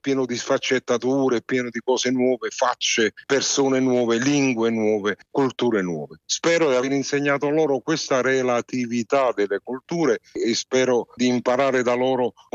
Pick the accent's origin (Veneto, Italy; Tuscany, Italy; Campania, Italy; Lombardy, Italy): Campania, Italy; Naples; E per me è diventato importante tenere questi rapporti con la mia città natale, che è Napoli, che adoro, anche perché Napoli non è difficile adorare.